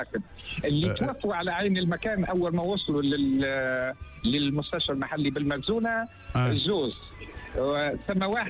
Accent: Mezzouna, Sidi Bouzid, Tunisia; كمواطن من تونس، كمواطن من مزونة، كمواطن من جابت

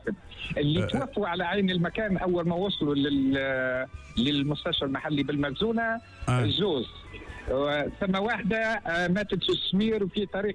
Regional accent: Tunisia; وأنا هناك كمواطن من تونس، كمواطن من مزونة، كمواطن من جابس نعتبر روحي

